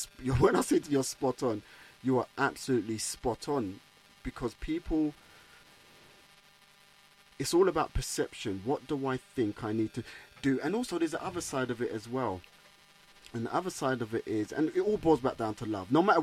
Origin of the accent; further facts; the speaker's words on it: London, United Kingdom; growing up in Brixton, South London